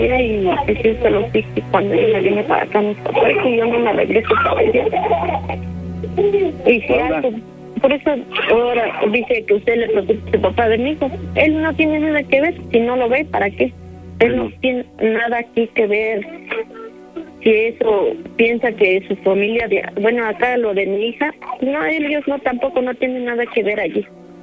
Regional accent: Hidalgo, Mexico

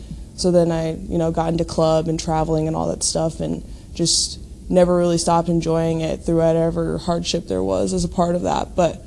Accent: Lincoln, Nebraska, United States; born there; also born or lived in Plattsmouth, Nebraska; I grew up in Lincoln and then moved to, it's actually called Plattsmouth, but no one knows what Plattsmouth is, so I just say Omaha.

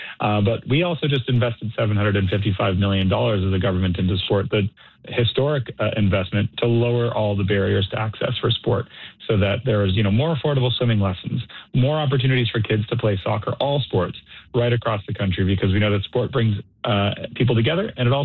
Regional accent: Canada; Well, I'm a Canadian.

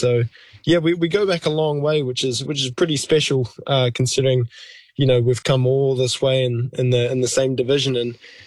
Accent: New Zealand; now in Australia; So I'm so grateful that I can be just across the ditch and still be considered the hometown hero.

